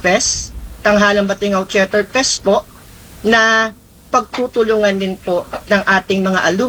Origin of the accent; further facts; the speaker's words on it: Manila, Metro Manila, Philippines; I'm from Manila. Sa ngayon po, yung pinakalugar ko naman po is hindi naman baha.